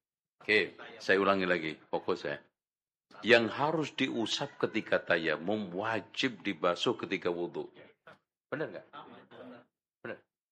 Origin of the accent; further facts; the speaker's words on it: Lamongan, East Java, Indonesia; Itu kampung gue itu.